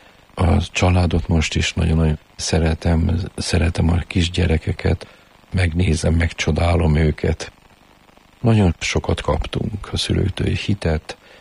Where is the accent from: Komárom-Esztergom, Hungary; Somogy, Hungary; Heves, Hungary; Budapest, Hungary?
Budapest, Hungary; Várban nőttünk föl. Most a vár az egy akkora nagy játszótér